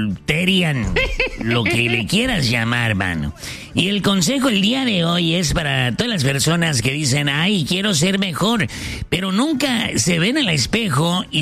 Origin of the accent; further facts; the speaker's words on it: Ciudad Obregón, Sonora, Mexico; Yo soy de Ciudad Obregón